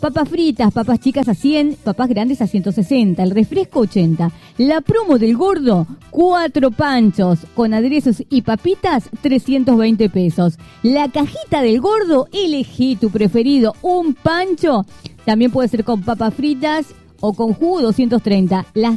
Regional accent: Salto, Uruguay; born there; Por vivir ahí y por nacer ahí, porque para mí es el mejor barrio que hay.

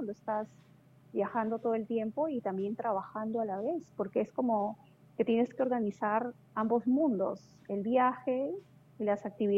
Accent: Peru; soy peruana, sí, mis raíces están acá, mi familia, mis mejores amigos.

